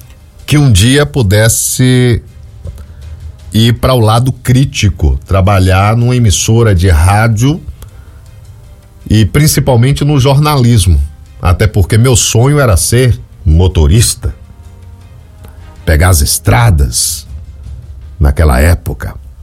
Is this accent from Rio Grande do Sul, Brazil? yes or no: no; Bahia, Brazil; eu também sou nordestino, sou da Bahia, baiano, catingueiro, né?